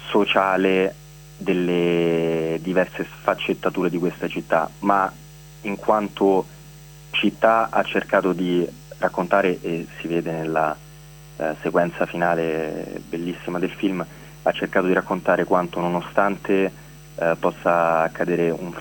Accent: Rome, Lazio, Italy; da romano alcuni funzionamenti di questa città li ho talmente tanto assorbiti che neanche li riconosco più.

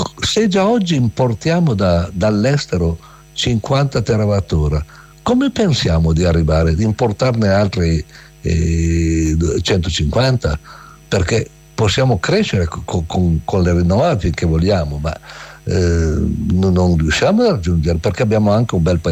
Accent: Piedmont, Italy; Io sono piemontese

